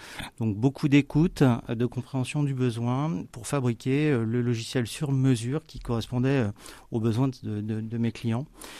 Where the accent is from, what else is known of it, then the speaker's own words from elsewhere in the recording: Dieppe, Normandy, France; also born or lived in Rouen; Je suis natif de Dieppe, de famille rouennaise.